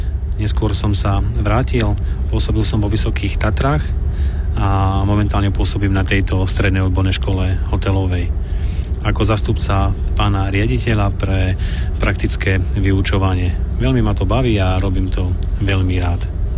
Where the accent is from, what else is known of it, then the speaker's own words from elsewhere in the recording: Slovakia; German is a second language; Wir waren bei Wettbewerb in Poland, Tschechei, Türkei, Schweizerland und auch bei uns zu Hause in der Slowakei waren wir bei vielen Wettbewerben.